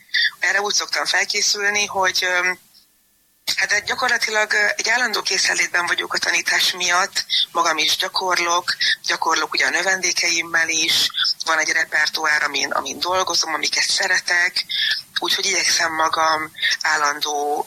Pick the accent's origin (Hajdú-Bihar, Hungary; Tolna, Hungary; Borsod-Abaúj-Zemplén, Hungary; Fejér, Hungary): Tolna, Hungary; Bátaszék; Igen, én valóban cukrász családból származom, az édesapám cukrászmester volt, és az édesanyámmal együtt vezették, hát tulajdonképpen egész életükben, a cukrászdát Bátaszéken, a templomnál, a templom téren.